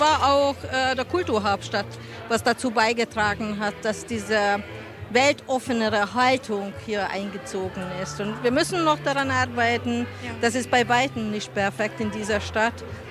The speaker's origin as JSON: {"language": "German", "country": "Hungary", "moved": "as an adult", "lives_now": "Germany", "said": "Ich bin eine Ungarin, kam 1991 der Liebe wegen nach Deutschland und lebe auch seitdem hier in Chemnitz."}